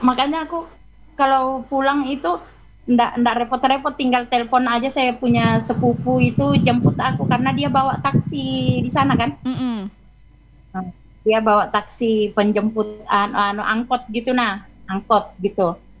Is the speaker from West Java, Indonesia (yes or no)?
no; Sidrap, South Sulawesi, Indonesia; now in Samarinda, Indonesia; kalau aku kampungku itu di Sidrap. Dia bagian ke arah ini apa itu nah? Ke arah Sopeng, Bone, Sengkang.